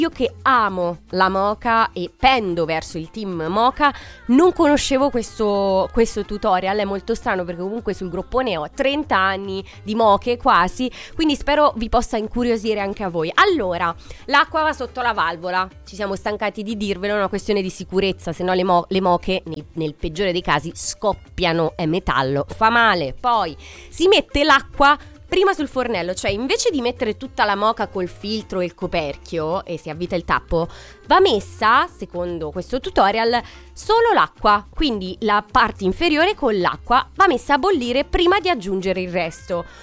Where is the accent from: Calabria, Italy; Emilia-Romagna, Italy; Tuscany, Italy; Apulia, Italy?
Tuscany, Italy; accent: Tuscan; si è sentito tantissimo il mio accento toscano, cadenza toscana.